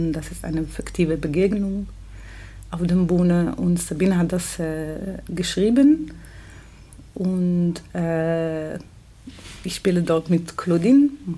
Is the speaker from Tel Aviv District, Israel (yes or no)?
no; Jerusalem, Jerusalem District, Israel; moved away as an adult; now in Potsdam, Germany; Ich komme aus Jerusalem. Ich bin in Deutschland schon fast 10 Jahre.